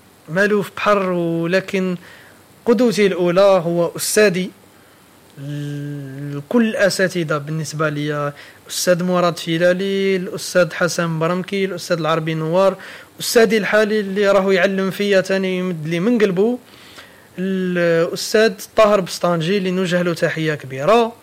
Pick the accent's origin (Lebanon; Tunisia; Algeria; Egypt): Algeria; Constantine, Constantine Province